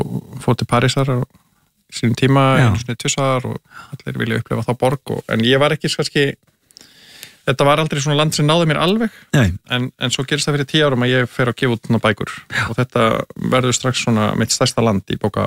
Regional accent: Kópavogur, Capital Region, Iceland; also born or lived in Grafarvogur; Nei, og ég ólst fyrst upp í Kópavogi.

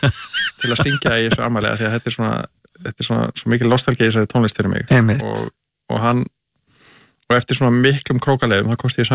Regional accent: Kópavogur, Capital Region, Iceland; also born or lived in Grafarvogur; Nei, og ég ólst fyrst upp í Kópavogi.

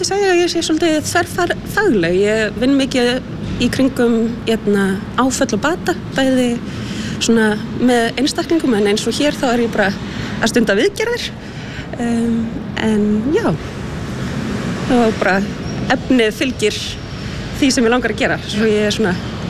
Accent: Fossvogur, Capital Region, Iceland; Nei, ég er ekki úr Kópavogi, ég er úr Fossvoginu bara hérna hinum meginn við dalinn.

